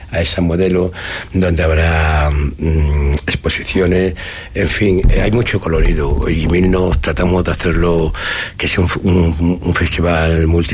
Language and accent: Spanish; Granada, Andalusia, Spain